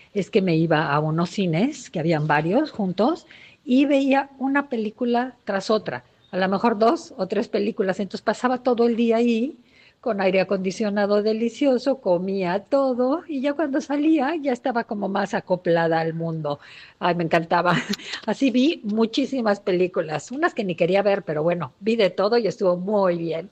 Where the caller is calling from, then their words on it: Cancún, Quintana Roo, Mexico; de Las Vegas. Pues yo tengo una combinación entre la palabra del momento, que es calor, y el cine. Bueno, cuando yo llegué a Las Vegas hace ya algunos años, sentí mucho calor porque era muy seco. Aunque venía de Cancún